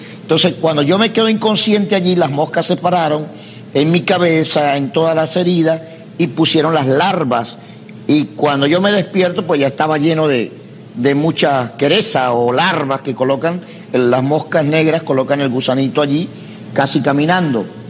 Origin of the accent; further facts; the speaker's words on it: Puerto Ayacucho, Amazonas, Venezuela; also born or lived in Bogotá, Colombia; Aunque yo no vivo en Caracas, tengo un apartamento en Caracas, vivo en Puerto Ayacucho, en el estado de Amazonas, en Venezuela. Ya que allí pues nací, me crié, soy ingeniero en electrónica, fui a estudiar la carrera de ingeniero en Bogotá, en Colombia. Cuando tenía 20 años